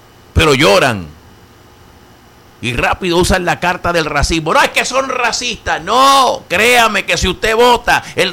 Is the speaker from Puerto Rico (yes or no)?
yes; Puerto Rico; now in Pennsylvania, United States; La mayoría aquí somos puertorriqueños.